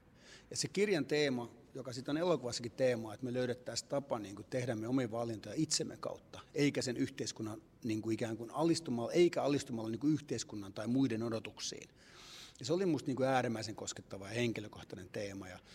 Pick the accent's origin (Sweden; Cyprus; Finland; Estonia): Cyprus; nimenomaan Kreikkaan, koska olen Kyprokset kotoisin ja ollut Kyproksella häissä.